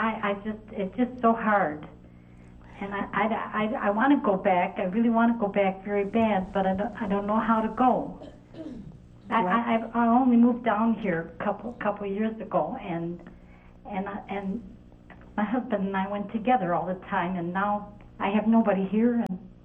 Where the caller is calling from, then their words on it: Clearwater, Florida, United States; I'm calling from Clearwater, Florida.